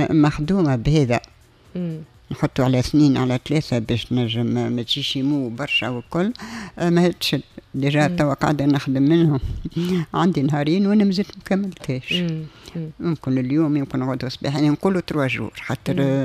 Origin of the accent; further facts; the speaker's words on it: Tunis, Tunis Governorate, Tunisia; نجم نقول لهم أنا راني من تونس